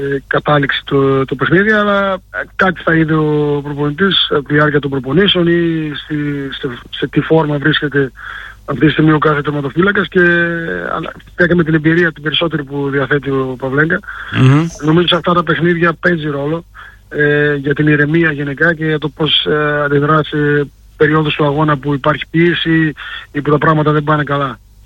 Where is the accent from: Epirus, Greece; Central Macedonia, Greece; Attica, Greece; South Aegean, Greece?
Central Macedonia, Greece; Thessaloniki; Πάντα, πάντα. Η Θεσσαλονίκη είναι η πατρίδα μου, είναι ο τόπος που γεννήθηκα, εδώ μεγάλωσα, mm-hmm. η γειτονιά μου.